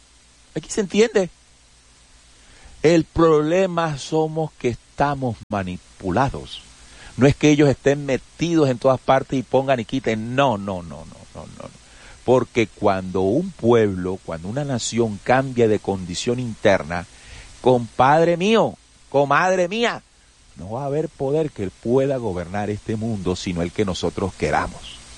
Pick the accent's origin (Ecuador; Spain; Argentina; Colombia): Colombia